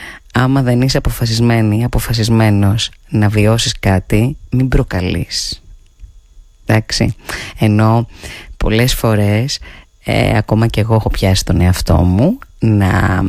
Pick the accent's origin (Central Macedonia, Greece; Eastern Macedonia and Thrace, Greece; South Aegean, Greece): Central Macedonia, Greece; Thessaloniki; born there; Ακόμα και τότε που πήγαινα, ας πούμε, στο χωριό μου τα καλοκαίρια και έπρεπε να αποχωριστώ τις φίλες μου, τις παρέες μου, για να πάω εγώ τότε στη Θεσσαλονίκη από το χωριό